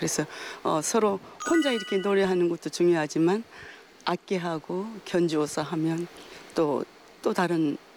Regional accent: Hamyang, South Gyeongsang, South Korea; born there; 경상도 함양에서 태어났어요

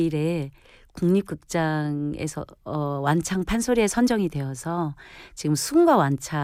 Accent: Busan, South Korea; also born or lived in Mungyeong; 돌이 되기 전에 부산으로 내려가서 성장하고 공부하고 지금도 살고 있으니 뭐 부산이

